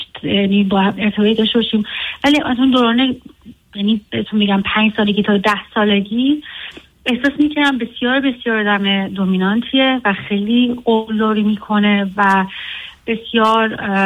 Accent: Iran; یه مقدار جامعه‌ای که من توش بزرگ شده بودم، خب من توی ایران بزرگ شدم

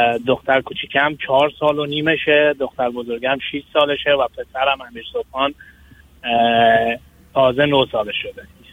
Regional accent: Iran; also born or lived in Afghanistan; now in United States; من درسم رو تو ایران هم خوندم، تو افغانستان هم خوندم. من واقعا ما اهل افغانستان هستیم ولی من بزرگ شده ایران هستم.

